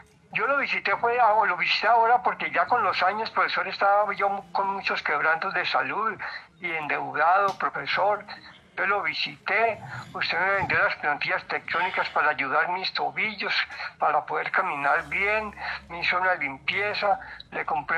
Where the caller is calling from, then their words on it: Sasaima, Cundinamarca, Colombia; De Sasaima